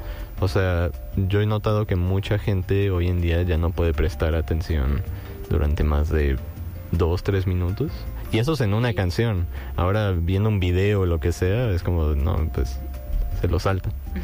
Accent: Mexico City, Mexico; Yo soy de Xochimilco.

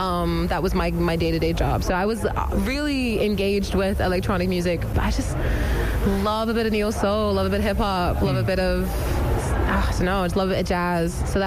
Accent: France; also born or lived in Germany / Aberdeen, Scotland / Glasgow, Scotland; Grew up in between France and Germany, actually, and then went to Scotland for uni. And then was in Aberdeen first. Big up the Dons.

